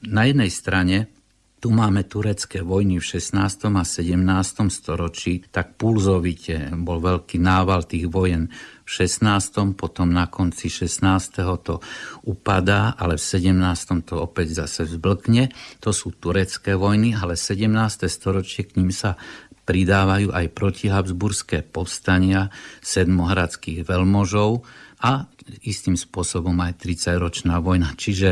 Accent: eastern Slovakia, Slovakia; lebo ja som z východu, tak vieme, že aj v okolí Košíc máme banské mesta

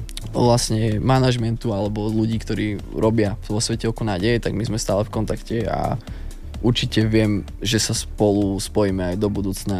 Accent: Žilina Region, Slovakia; u nás na Kysuciach

